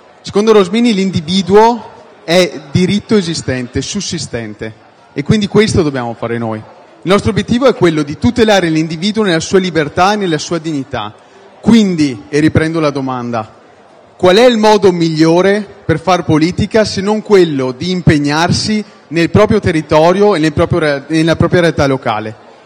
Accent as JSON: {"language": "Italian", "region": "Veneto", "country": "Italy", "said": "nel mio paese, un piccolo paese nelle Prealpi in provincia di Treviso"}